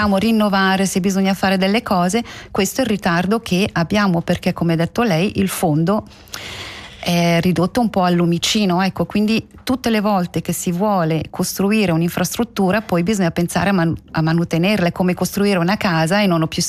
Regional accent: Switzerland; siamo noi come Svizzera

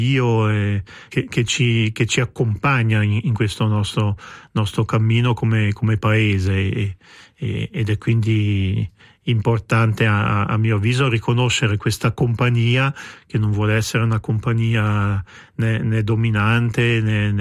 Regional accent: Switzerland

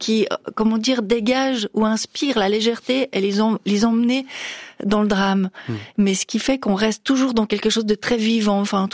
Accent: Lausanne, Vaud, Switzerland; Je pense que c'est parce qu'on est de Lausanne, on vit à Lausanne, on a le lac et cette beauté incroyable

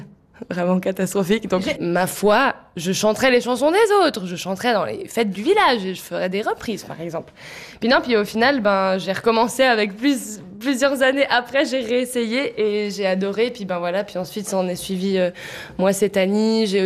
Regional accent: Galicia, Spain; Enfin, moi, je viens du nord de l'Espagne, je viens de Galice. Puis c'est pas du tout dans notre culture.

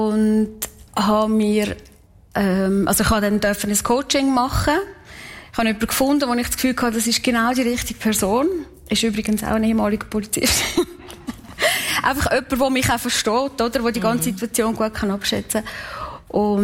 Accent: Kaltbrunn, St. Gallen, Switzerland; weil ich bin in Kaltbrunn aufgewachsen. Ich bin ein Kaltbrunner, durch und durch.

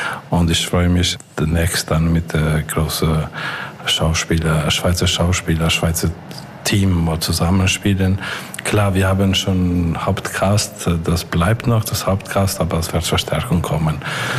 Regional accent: Pristina, Kosovo; German is a second language; moved away as an adult; now in Basel, Switzerland; ich komme aus Pristina

